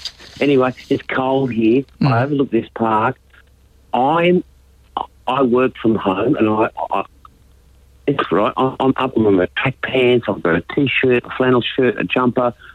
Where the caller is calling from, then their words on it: Queensland, Australia; I'm calling from Queensland.